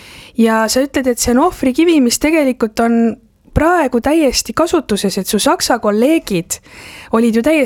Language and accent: Estonian; Tartu, Tartu County, Estonia; ma olen küll Tartust pärit, Toomemäel olen ma palju käinud ülikooli ajal